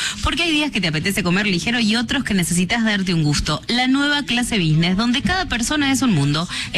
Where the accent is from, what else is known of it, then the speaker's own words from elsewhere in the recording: Buenos Aires, Argentina; born there; Yo soy nacida acá, en Capital. Sí, Capital Federal.